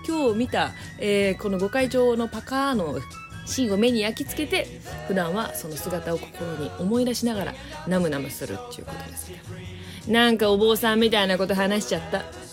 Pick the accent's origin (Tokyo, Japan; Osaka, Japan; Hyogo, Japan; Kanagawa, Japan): Kanagawa, Japan; Kamakura; 私の地元鎌倉は三浦半島の観音霊場もあるし